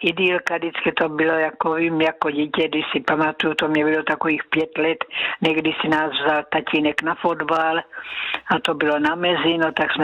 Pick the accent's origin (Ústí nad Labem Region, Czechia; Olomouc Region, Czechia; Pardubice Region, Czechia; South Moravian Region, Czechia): South Moravian Region, Czechia; Násedlovice; now in Brno, Czechia; já jsem pocházím z Násedlovic